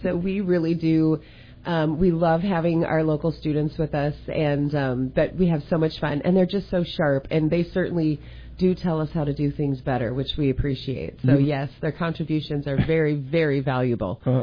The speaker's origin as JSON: {"language": "English", "region": "Washington", "country": "United States", "said": "Like I grew up shooting and archery and hunting, and I mean I'm from Washington, not Wisconsin"}